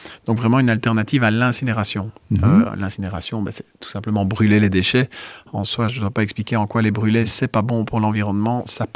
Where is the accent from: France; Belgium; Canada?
Belgium; Liège, Wallonia; born there; Moi, je suis né à Liège, donc voilà, on est sur l'axe Liège-Mons.